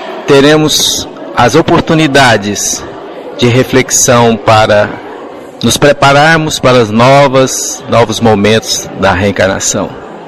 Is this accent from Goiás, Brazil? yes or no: yes; Goiânia, Goiás, Brazil; nós somos, sou de Goiânia, estado de Goiás, Brasil.